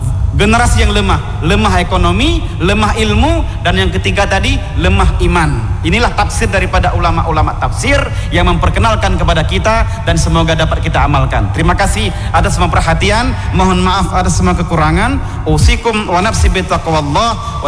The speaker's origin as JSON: {"language": "Indonesian", "region": "Aceh", "country": "Indonesia", "said": "kita orang Aceh"}